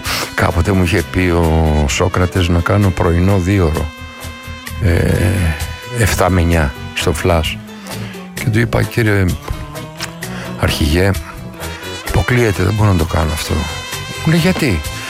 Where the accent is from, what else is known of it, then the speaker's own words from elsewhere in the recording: Greece; Εμείς παραδοσιακά ως Έλληνες και Ορθόδοξοι γουστάρουμε τους Σέρβους.